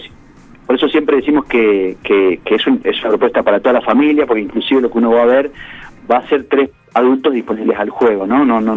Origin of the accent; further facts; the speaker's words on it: Santa Fe, Argentina; now in Buenos Aires, Argentina; yo, que soy santafesino, pero que vivíamos en aquel momento, y bueno, desde un poco antes vivimos en Buenos Aires los tres